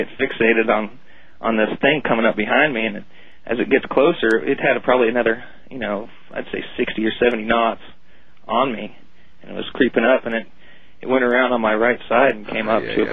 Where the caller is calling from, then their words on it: Alameda, California, United States; I'm from Alameda, California.